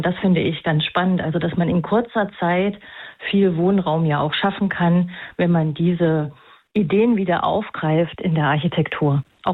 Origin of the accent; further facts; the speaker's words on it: Thuringia, Germany; Ich bin tatsächlich selber in Thüringen in der Platte groß geworden.